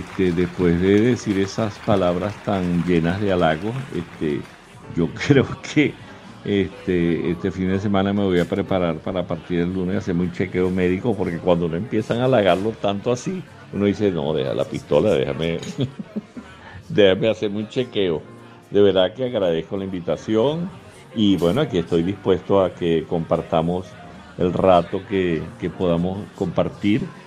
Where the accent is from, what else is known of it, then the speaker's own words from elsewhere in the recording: Calabozo, Guárico, Venezuela; moved away; yo soy de Calabozo, Estado Guárico